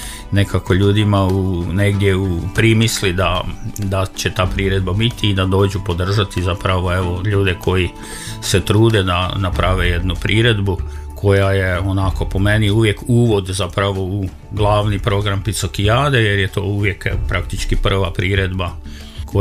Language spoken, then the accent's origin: Croatian; Ferdinandovac, Koprivnica-Križevci County, Croatia; born there; now in Đurđevac, Croatia; za mene kao ono, kako vele neki, naturaliziranog Pešćana, jer ja sam ipak rođeni Ferdinančan, ali s obzirom da sam tu skoro 45 godina u Đurđevcu, naravno da se osjećam Đurđevčanom i Pešćanom prije svega.